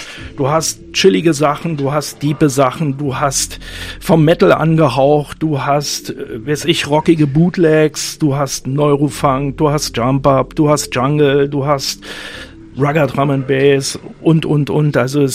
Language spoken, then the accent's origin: German; Görlitz, Saxony, Germany; born there; tatsächlich geboren in Görlitz